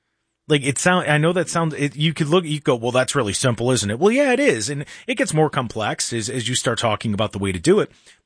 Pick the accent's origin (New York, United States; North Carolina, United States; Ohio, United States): Ohio, United States; Lodi; growing up in Lodi